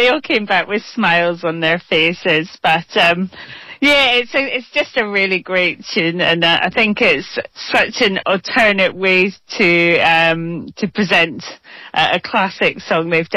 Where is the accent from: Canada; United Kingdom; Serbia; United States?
United Kingdom; Cardiff, Wales; born there; now in Glasgow, United Kingdom